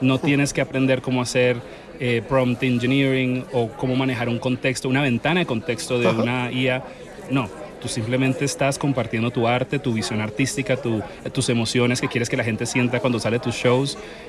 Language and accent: Spanish; Colombia; also born or lived in Dominican Republic; now in Miami, United States; Nací en Dominicana, crié en Colombia, ahora vivo en Miami.